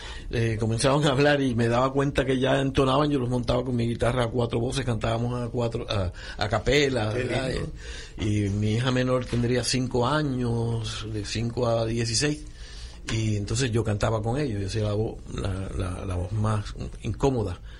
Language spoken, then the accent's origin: Spanish; Manatí, Puerto Rico; moved away as an adult; also born or lived in Santurce, San Juan; now in Vega Baja, Puerto Rico; No, yo nací en Villa Palmera, Santurce, me criaron en Manatí.